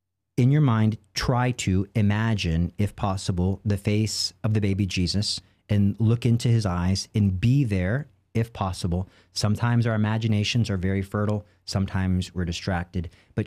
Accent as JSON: {"language": "English", "region": "Texas", "country": "United States", "said": "I am from Texas. Even though I don't shoot guns, I open carry my weapon, my spiritual weapon."}